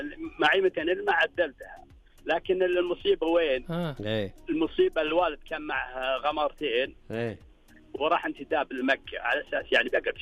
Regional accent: Al-Kharj, Riyadh Province, Saudi Arabia; born or raised there

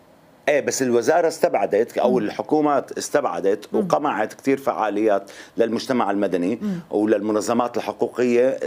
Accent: Syria; نحن كنا سوريين، والتجربة السورية هي تجربة حرب، وهي تجربة دكتاتور، وهي تجربة البلم، وهي تجربة المنافي، وهي تجربة الإعادة بالداخل، وهي تجربة النزوح. نحن كلياتنا تجربة سورية

